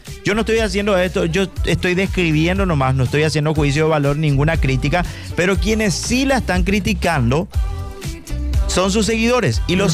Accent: Paraguay; nos coticemos más como paraguayos.

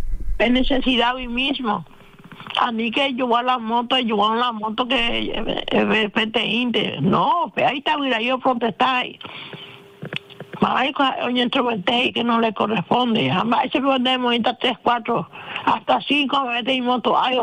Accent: Paraguay; todos somos paraguayos

